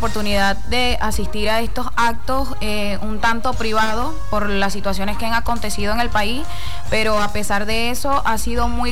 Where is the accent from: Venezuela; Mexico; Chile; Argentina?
Venezuela; nosotros como buenos venezolanos podemos ayudarles.